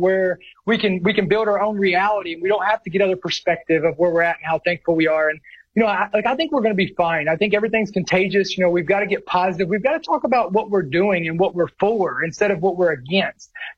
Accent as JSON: {"language": "English", "country": "United States", "said": "we will never compromise the fact that we are an American first."}